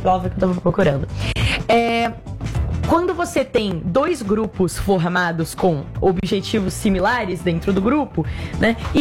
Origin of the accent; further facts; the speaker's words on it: Minas Gerais, Brazil; como uma boa mineira